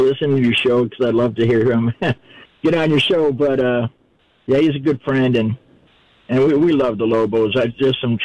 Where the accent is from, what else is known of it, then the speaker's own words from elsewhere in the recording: Wisconsin, United States; As far as the flopping, man, I grew up in Wisconsin playing hockey in the winter.